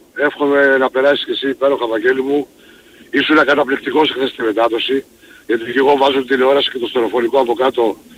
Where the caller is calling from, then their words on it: Greece; από την Μετρούπολη.